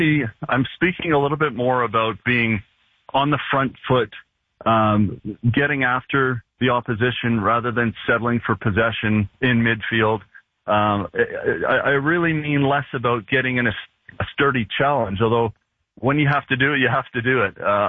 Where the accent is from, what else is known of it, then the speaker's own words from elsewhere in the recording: Canada; obviously as a Canadian fan